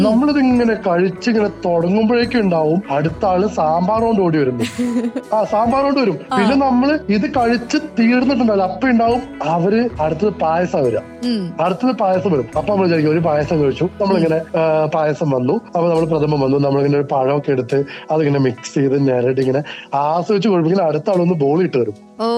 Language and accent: Malayalam; Palakkad, Kerala, India; ഞാൻ മലബാറുകാരനാണ്. ഞാൻ പാലക്കാടുകാരനാണ്.